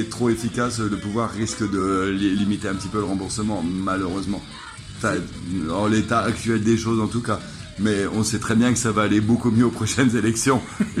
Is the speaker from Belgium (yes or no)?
no; Hauts-de-France, France; Je crois qu'on n'a pas la même culture, tu sais, moi je suis du Nord.